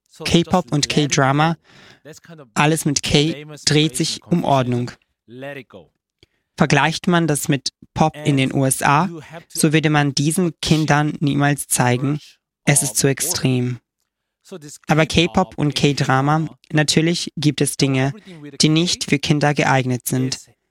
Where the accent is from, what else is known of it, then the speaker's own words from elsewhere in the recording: South Korea; Gott hat mich als Koreaner geschaffen, ich kann das nicht leugnen.